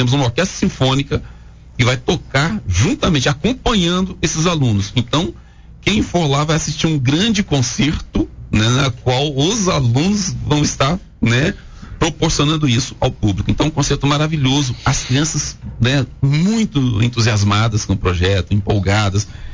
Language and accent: Portuguese; Paraná, Brazil; born there; moved away; also born or lived in Espírito Santo; eu nasci no interior do Paraná, nós éramos da Boia Fria.